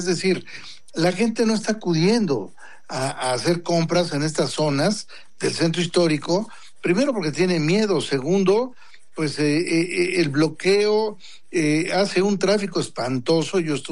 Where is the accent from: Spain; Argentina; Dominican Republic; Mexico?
Mexico; Mexico City; como capitalinos y como, sí, mexicanos